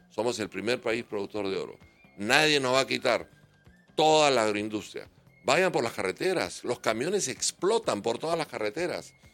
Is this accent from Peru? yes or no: yes; Peru; que yo soy de izquierda, que tú eres de derecha. Todos somos peruanos.